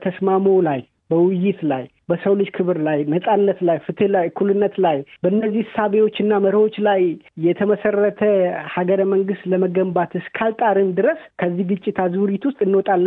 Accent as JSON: {"language": "Amharic", "region": "Gambela", "country": "Ethiopia", "tie": "born or raised there", "said": "አሁን እኔ ያደግኩበት አካባቢ ኢግላቴሪያል የሆነ ሶሳይቲ ያለ ጋምቤላ ቦርደር ላይ ያሉ ሰዎች"}